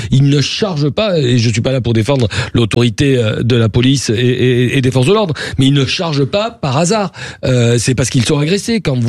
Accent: Pau, Nouvelle-Aquitaine, France; À Bordeaux, vous avez des établissements qui ont été abîmés, chez moi à Pau également

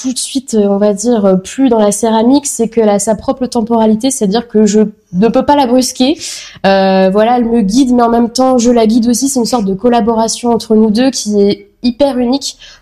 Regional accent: Coulommiers, Île-de-France, France; Donc, je reviens dans ma région natale, à Coulommiers.

